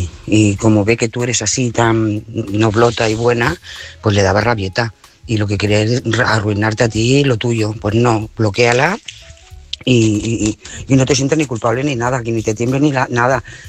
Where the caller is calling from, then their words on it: Lloret de Mar, Catalonia, Spain; Hola, buenas noches, corresponsales, audiencia … Lloret de Mar.